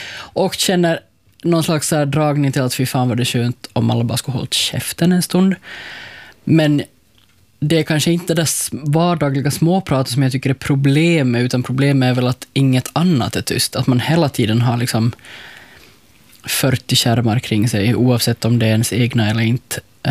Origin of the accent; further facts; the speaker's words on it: Finland; Som finländare